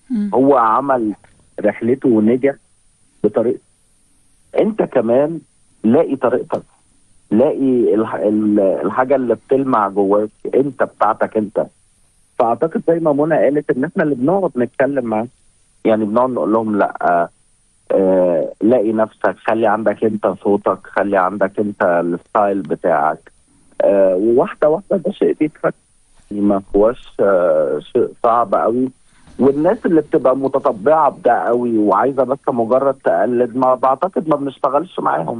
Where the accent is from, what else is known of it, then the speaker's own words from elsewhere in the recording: Egypt; هو نفس الحال ده عندنا في مصر